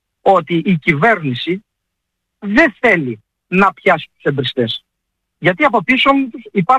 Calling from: West Greece, Greece; επειδή είμαι από την Ηλία

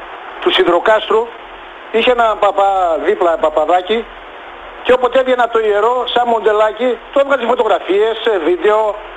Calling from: Central Macedonia, Greece; Σας παίρνω από Χαλκιδική τηλέφωνο

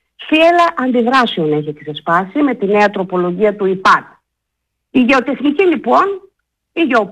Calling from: Greece; σαν Ελληνίδα μάνα

